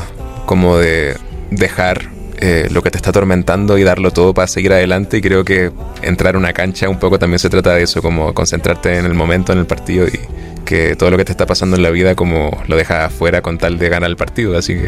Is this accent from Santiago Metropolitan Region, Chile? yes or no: yes; Santiago, Santiago Metropolitan Region, Chile; moved away; De la comuna de Peñalolén